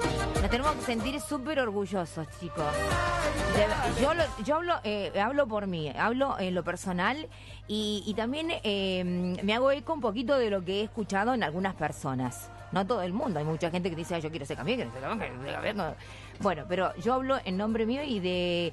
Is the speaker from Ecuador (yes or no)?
no; Argentina; ¡Qué groso que somos, argentinos!